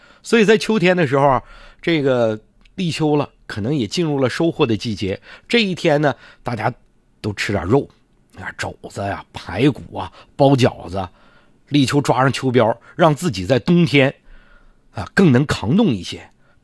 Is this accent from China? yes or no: yes; Harbin, Heilongjiang, China; 所以这一周对于我们哈尔滨人呢